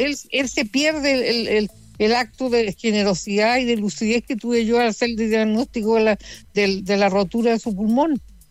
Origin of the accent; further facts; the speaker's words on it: Puerto Montt, Los Lagos, Chile; born there; moved away; yo nací en Puerto Montt, lleno de ríos, el Maullín, el Petrohue, todos los afluentes, influentes de los ríos, y nosotros nunca nos inundamos